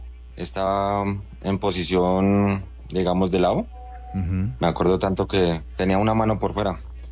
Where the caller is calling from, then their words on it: Zipaquirá, Cundinamarca, Colombia; desde Zipaquirá.